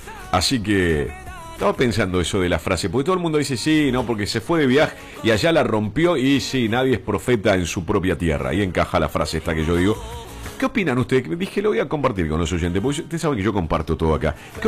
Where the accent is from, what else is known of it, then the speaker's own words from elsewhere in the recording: Curuzú Cuatiá, Corrientes, Argentina; En mi caso, yo me siento muy, muy bien acá en Curuzú, en mi pueblo, en mi ciudad, y me siento reconocido en mi ciudad también.